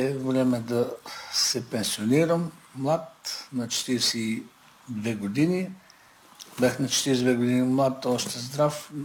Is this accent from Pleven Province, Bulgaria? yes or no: no; Oshtava, Blagoevgrad Province, Bulgaria; moved away as an adult; also born or lived in Kyustendil; now in London, United Kingdom; Роден съм 1960 година в село Ощава. Първите 15 години минаха там до 8 клас.